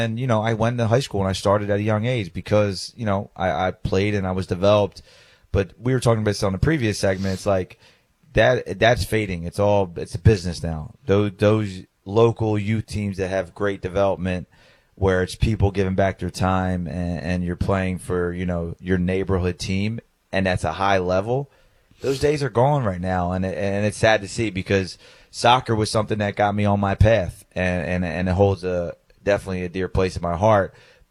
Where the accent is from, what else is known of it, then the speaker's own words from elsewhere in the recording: Philadelphia, Pennsylvania, United States; where I grew up in Fishtown, it was a big movement, and there were so many, like we talked about earlier, there were just so many community and local teams.